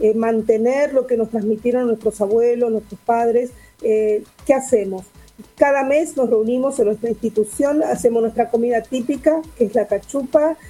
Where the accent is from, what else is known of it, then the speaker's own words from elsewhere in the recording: Avellaneda, Buenos Aires Province, Argentina; born there; Soy una caboverdiana típica, pero nacida en Doc Sur, en Avellaneda, y soy de Racing.